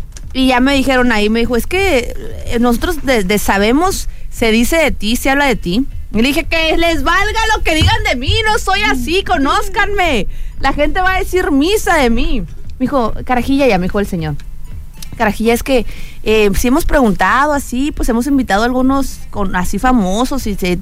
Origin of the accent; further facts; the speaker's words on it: Mexico; also born or lived in Colonia Progreso; vengo del rancho. Yo nací en la colonia Progreso y me crié en Palaco.